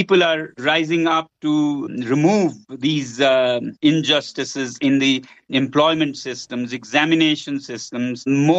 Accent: Ladakh, India; Normally, because I come from Ladakh, where there were protests and there were 4 people killed

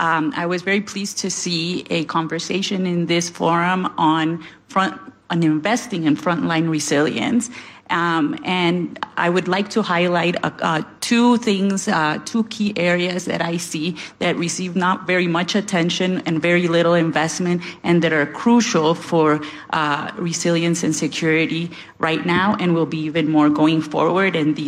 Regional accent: Honduras; my home country of Honduras

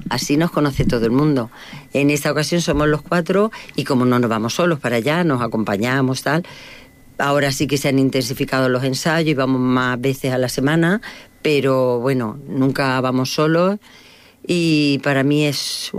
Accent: Villena, Valencian Community, Spain; pero yo voy al Mansa y soy la de Villena. Y para mí eso es muy grande.

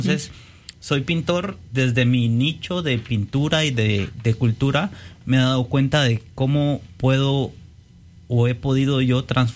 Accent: Guatemala; soy de Guatemala

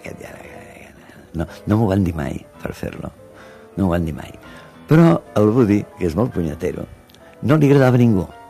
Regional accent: Catalonia, Spain; accent: Catalan; Una, perquè jo sóc català, això és complicat en el doblatge

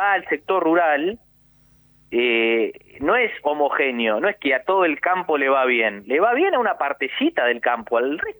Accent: Argentina; la verdad es que te indigna como argentino

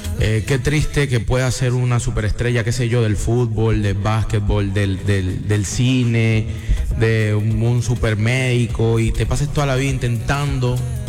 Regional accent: Tumaco, Nariño, Colombia; de mi casa, de donde yo vengo, de Tumaco, estamos a mucho tiempo, a muchos kilómetros.

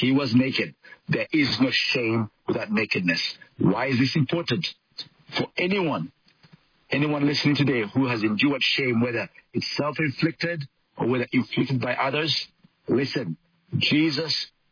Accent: Uganda; Men in African and Middle Eastern cultures, well, I come from Uganda, and we do not run.

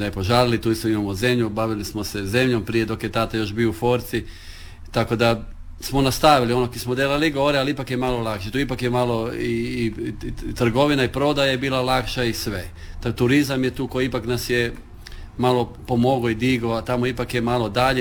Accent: Motovun, Istria County, Croatia; odakle si, prvo reći iz Motovuna, iz Kaldira, to su moji korijeni, to je moj rod i jako sam ponosan

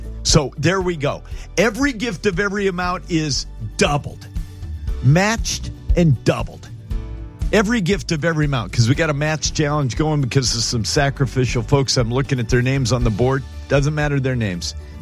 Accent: Homer, Alaska, United States; born there; Lucinda, I was born in Homer, Alaska.

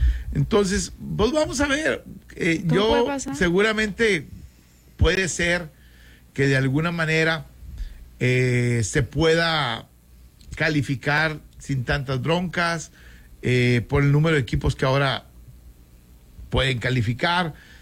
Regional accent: Mexico

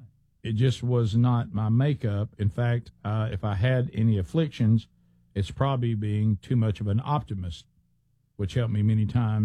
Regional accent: the South, United States; And surely, I mean, Bubba and I, and we're from the South and we talk the way we talk, but we never really wanted to be what I would call a rednecky show. We wanted to be Southern.

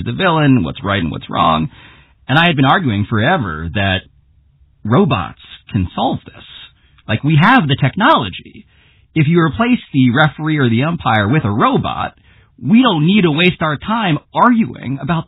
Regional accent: Philippines; I just sort of represented this new young person who is vaguely Asian, but also Mexican. I'm Filipino.

